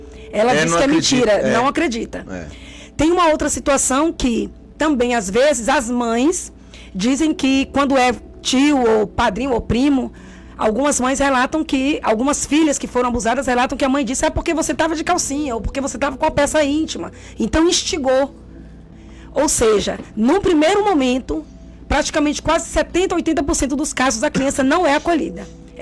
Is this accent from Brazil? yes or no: yes; Feira de Santana, Bahia, Brazil; born there; also born or lived in Salvador; Nós que somos baianos, soteropolitanos, eu nasci em Feira de Santana, e a minha família toda ali de Salvador, Feira de Santana, Juazeiro.